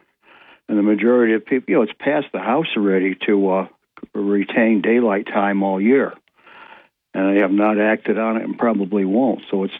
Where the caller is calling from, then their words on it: Ithaca, New York, United States; of Greater Ithaca.